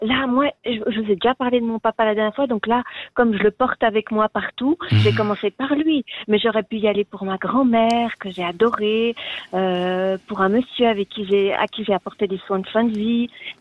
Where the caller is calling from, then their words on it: Neuchâtel, Switzerland; moi j'habite à Neuchâtel